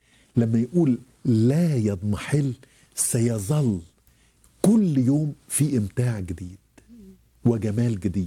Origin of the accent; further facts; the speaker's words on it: Egypt; عندنا في مصر